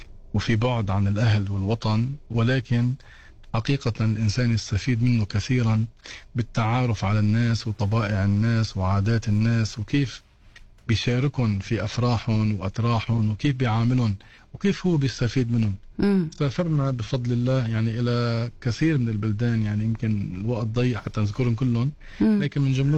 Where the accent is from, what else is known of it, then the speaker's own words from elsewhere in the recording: Beirut, Beirut Governorate, Lebanon; نشأت في بيروت بأسرة يعني متواضعة، بحب العلم والعلماء، محافظين على كثير من الطاعات